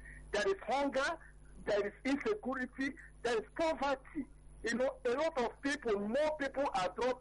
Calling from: Iba, Lagos, Nigeria; I'm calling from Eba, Lagos.

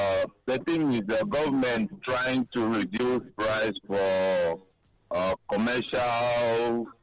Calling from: Lagos, Nigeria; I'm calling from White Sand. That's the Isheri White Sand.

